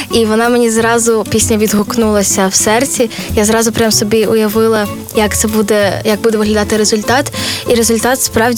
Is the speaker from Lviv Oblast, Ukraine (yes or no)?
yes; Lviv, Lviv Oblast, Ukraine; Я родом зі Львова.